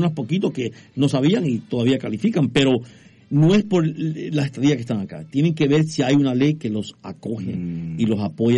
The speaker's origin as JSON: {"language": "Spanish", "country": "El Salvador", "moved": "yes", "lives_now": "United States", "said": "yo siendo salvadoreño"}